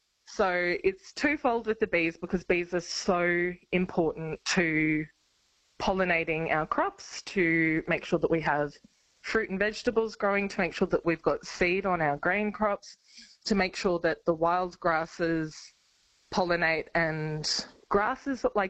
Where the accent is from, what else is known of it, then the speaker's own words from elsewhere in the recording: Toowoomba, Queensland, Australia; moved away as an adult; also born or lived in Melbourne / Sydney; So I grew up in Toowoomba, but I lived and worked in Melbourne and Sydney as a pastry chef.